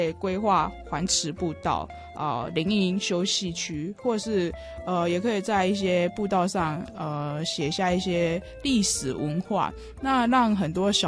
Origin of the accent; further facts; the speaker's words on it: Taiwan; 因为我们台湾人就很好客热情，想要尽地主之谊